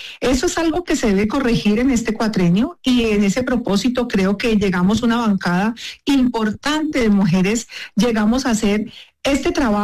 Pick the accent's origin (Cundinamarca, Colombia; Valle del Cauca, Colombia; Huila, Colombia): Valle del Cauca, Colombia; somos las mujeres del Valle del Cauca